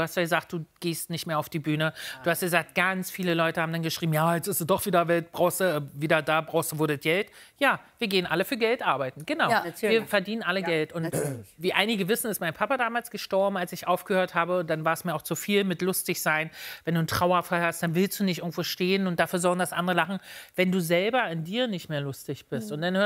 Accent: Berlin, Germany; ich komme aus Berlin

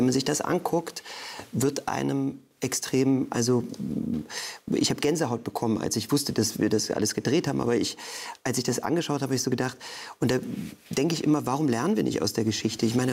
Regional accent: Magdeburg, Saxony-Anhalt, Germany; in einem Plattenbau groß geworden bin in Olvenstedt. Die Magdeburger und Magdeburgerinnen wissen das.

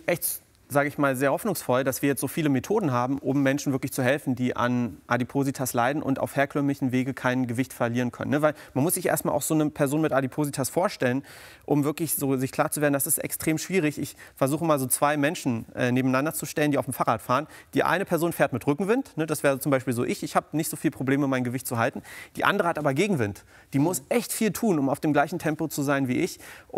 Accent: East Germany, Germany; now in Helmstedt, Germany

